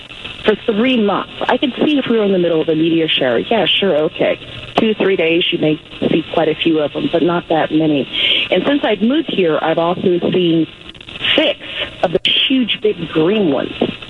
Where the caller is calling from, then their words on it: Palma Mesa, Florida, United States; I've moved here to Palma Mesa, Florida